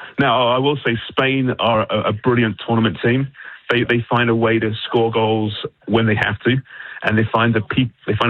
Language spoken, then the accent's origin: English; England, United Kingdom; as an Englishman